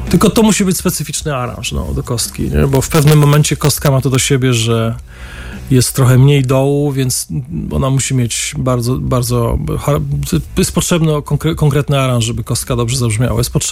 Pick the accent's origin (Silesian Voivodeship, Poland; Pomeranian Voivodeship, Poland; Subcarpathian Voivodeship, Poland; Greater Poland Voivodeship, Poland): Silesian Voivodeship, Poland; jestem ze Śląska